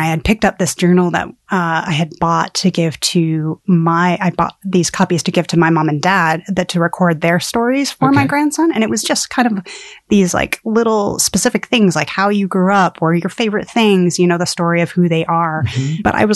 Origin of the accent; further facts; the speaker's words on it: Colorado, United States; I hail from Colorado originally